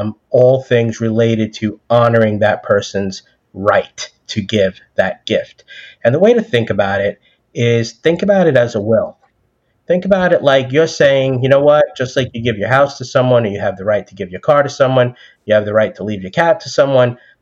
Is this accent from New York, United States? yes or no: yes; New York City, New York, United States; I'm a New Yorker, born and raised out of Brookdale in Brooklyn